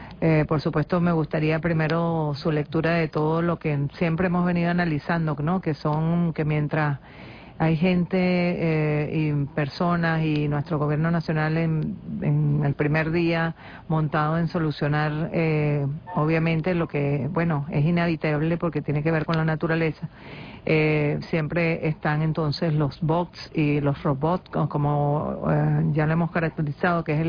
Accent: Venezuela; como bien somos los venezolanos y las venezolanas

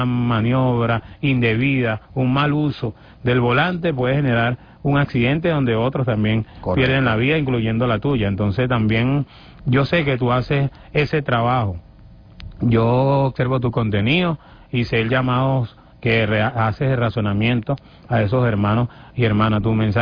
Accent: Venezuela; demostrar lo que realmente somos como venezolanos.

